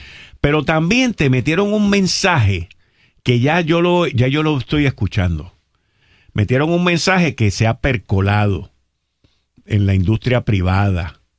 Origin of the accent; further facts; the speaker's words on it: Puerto Rico; Los que trabajamos aquí somos puertorriqueños.